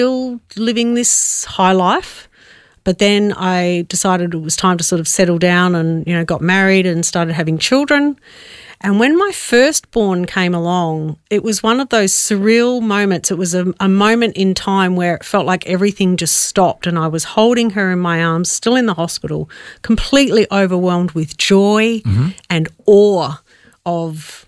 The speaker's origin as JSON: {"language": "English", "town": "Adelaide", "region": "South Australia", "country": "Australia", "tie": "born or raised there", "also_born_or_lived": "Melbourne", "said": "So I was born in Melbourne, but we moved to Adelaide when I was about five for my dad's work. He worked for the Ford Motor Company. And we settled into a lovely Adelaide community."}